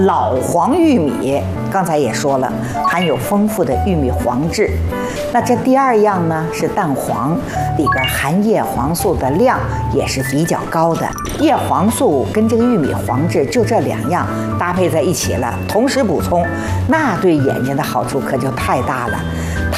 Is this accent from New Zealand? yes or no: no; Shanghai, China; accent: Shanghainese; 我们上海话叫嘎地居啊